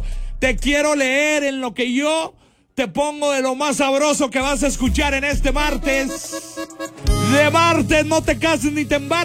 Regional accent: Mexico; Y eso es lo que nos falta como mexicanos, en mi punto de vista.

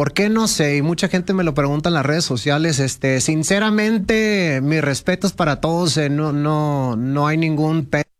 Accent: Los Angeles, California, United States; born there; yo soy nacido en Los Ángeles y lo tradicional para mí era lo del hip hop, la música de inglés

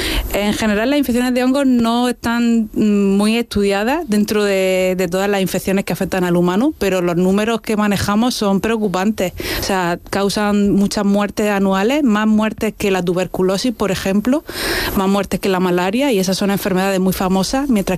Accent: Region of Murcia, Spain; moved away as an adult; Y después de unos años fuera, pues yo soy murciana y me apetecía venir a casa.

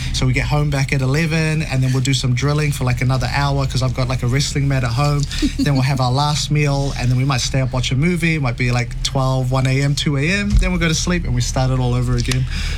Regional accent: New Zealand; born there; obviously we're born here in New Zealand and we represent New Zealand, we're from New Zealand, but, you know, to also to have her Tongan culture, to have my culture, which is predominantly Fijian.

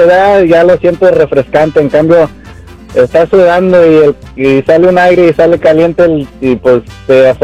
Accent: Laredo, Texas, United States; now in Houston, United States; Oye, yo soy de Laredo, Texas. Creo que es una de las ciudades, sí, más calientes de Texas, en realidad.

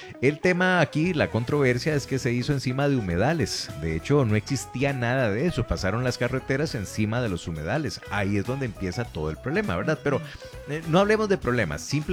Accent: Grecia, Alajuela, Costa Rica; yo soy de Grecia, en Grecia nos conocemos vecino tras vecino tras vecino

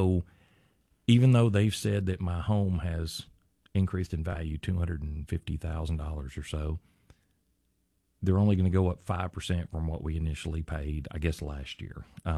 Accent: Saline County, Arkansas, United States; We're both from Saline County. We've lived here our whole life.

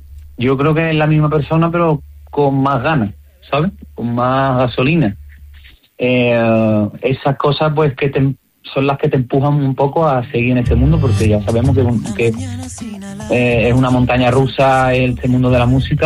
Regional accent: Málaga, Andalusia, Spain; Este fin de toca carretera, porque yo soy de Málaga.

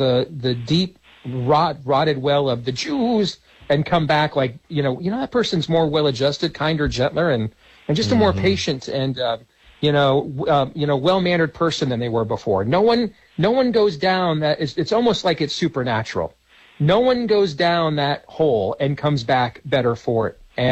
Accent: Iowa, United States; I've seen in my home state of Iowa, we've got a primary coming up on Tuesday.

